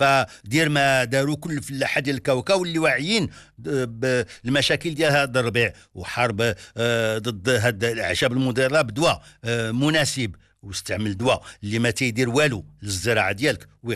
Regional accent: Morocco; عندنا في المغرب

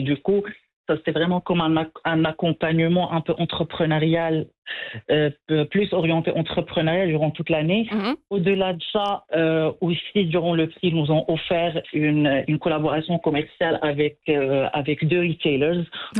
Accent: Morocco; c'est nos contradictions en tant qu'humains, en tant que Marocains

